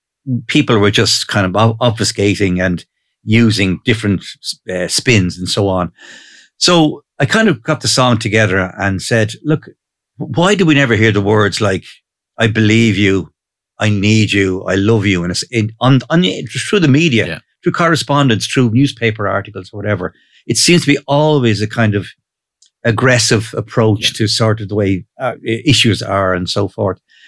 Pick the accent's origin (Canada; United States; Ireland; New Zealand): Ireland; Dublin, Leinster; moved away as an adult; now in Leixlip, Ireland; I'm from Leakslip, Peter. Originally from Raheny, Dublin, way back. But back in 1982, we settled and married, my wife and myself, out in Leakslip. So we're there since 1982.